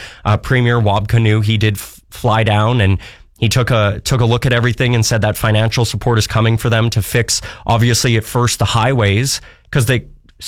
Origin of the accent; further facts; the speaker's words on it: Swan River, Manitoba, Canada; now in Winnipeg, Canada; I grew up in Swan River, Manitoba. That's where all my best friends are from. My parents still live there, my grandma, bunch of family.